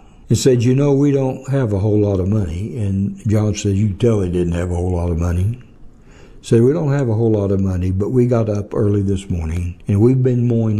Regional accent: Arkansas, United States; I'm from Arkansas.

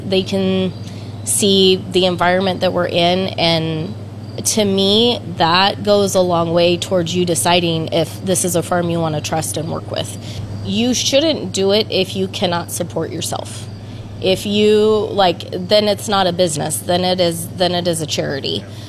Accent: Lincoln, Nebraska, United States; moved away as an adult; now in rural Nebraska, United States; We actually moved out to the country from Lincoln. We're both from Lincoln. And we moved out here in 2014

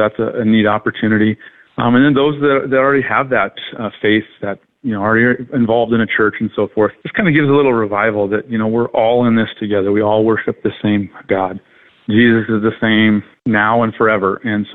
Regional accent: South Dakota, United States; moved away; I grew up in South Dakota with Hills Alive, large Christian festival in Rapid City

